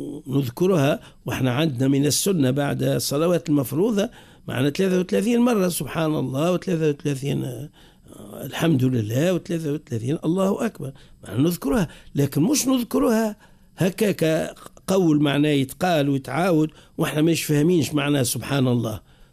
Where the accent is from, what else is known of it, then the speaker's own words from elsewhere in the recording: Tunisia; احنا عندنا في تونس